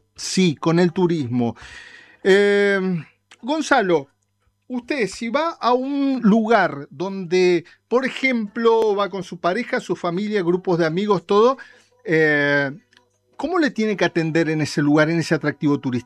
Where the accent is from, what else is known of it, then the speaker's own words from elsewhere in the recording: Misiones, Argentina; de mi monte, mi selva, mi tierra colorada, de la provincia hermosísima que tenemos allá en el norte, el litoral argentino, haciendo patria, que es la provincia de Misiones.